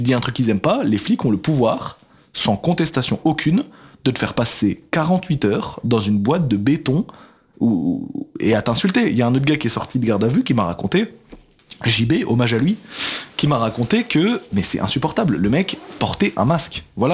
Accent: Belgium; now in Paris, France

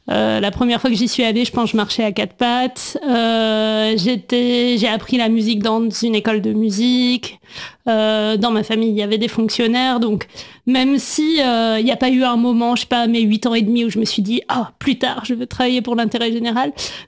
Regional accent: Nantes, Pays de la Loire, France; j'ai grandi dans ce quartier-là dans lequel mes parents étaient arrivés quelques années avant ma naissance. Et puis en fait, je suis toujours restée à Nantes

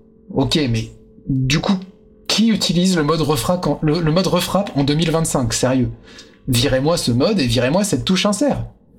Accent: France; chez nous en France

